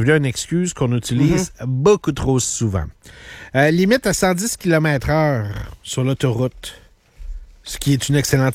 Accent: Quebec City, Quebec, Canada; Moi, je suis chauvin de Québec. Là. Je suis chauvin de ma ville, chauvin de ma région. J'adore venir de Québec. J'adore la ville de Québec.

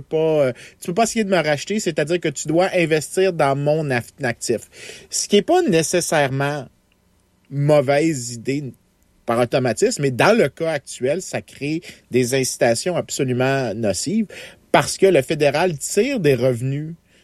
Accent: Quebec, Canada; moi, j'ai grandi sur la rue sud de Montréal.

